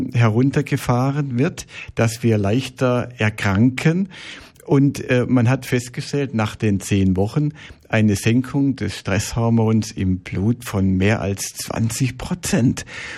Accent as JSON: {"language": "German", "region": "Baden-Württemberg", "country": "Germany", "said": "Ich bin ja Schwabe."}